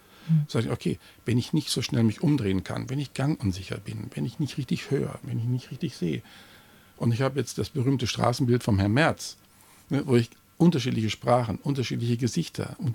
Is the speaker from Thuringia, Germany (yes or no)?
no; Bavaria, Germany